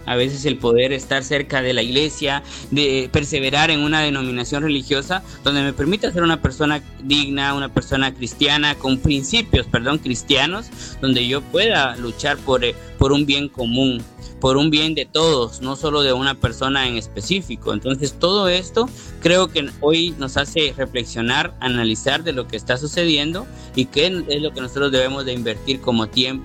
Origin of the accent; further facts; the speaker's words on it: Guatemala